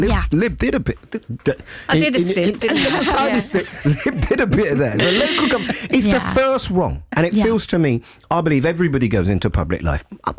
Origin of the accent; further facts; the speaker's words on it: London, United Kingdom; I'm a parent and I'm a Londoner